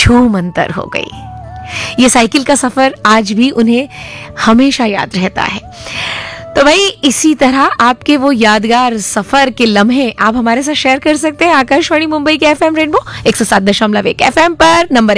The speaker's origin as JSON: {"language": "Hindi", "region": "Maharashtra", "country": "India", "tie": "born or raised there", "said": "Kilometre की दूरी पर है वो पंढरपुर मेरे गांव से।"}